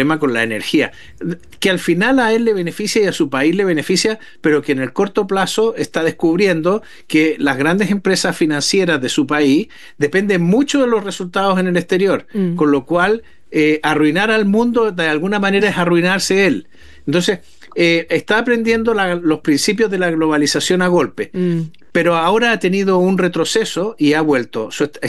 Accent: Chile

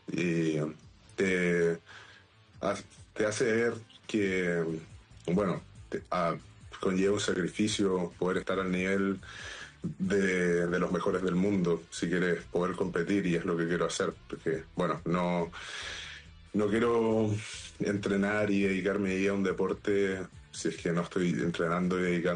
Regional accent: Chile; now in Europe; Así que ahora el 10 de septiembre vuelvo a Chile.

